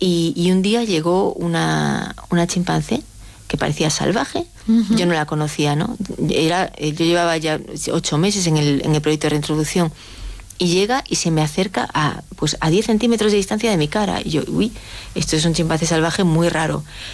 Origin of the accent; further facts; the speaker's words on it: Galicia, Spain; Yo soy gallega, ¿no? Los gallegos estamos en Galicia. Bueno, yo no estoy en Galicia ahora, pero tenemos un... No tengo mucho acento, pero yo antes tenía acento.